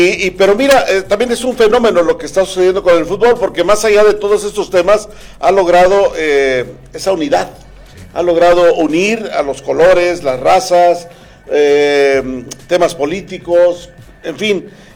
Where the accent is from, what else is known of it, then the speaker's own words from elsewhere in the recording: Mexico; sí nos llega como mexicanos